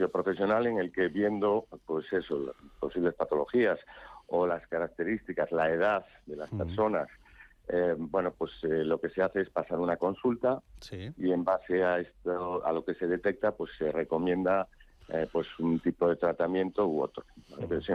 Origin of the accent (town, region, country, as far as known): Galicia, Spain